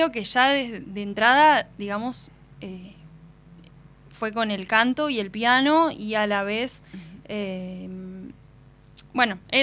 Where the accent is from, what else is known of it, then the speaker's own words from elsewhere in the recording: Nogoyá, Entre Ríos, Argentina; moved away as an adult; also born or lived in Santa Fe; now in Paraná, Argentina; yo soy de Nogoyá.